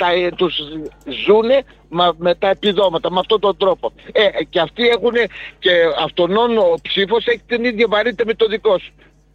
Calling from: Komotini, Eastern Macedonia and Thrace, Greece; Εγώ είμαι από Κομωτινή.

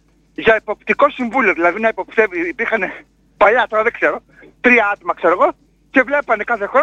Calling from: Galatades, Central Macedonia, Greece; εγώ από ένα άλλο χωρίς, Γαλατάδες

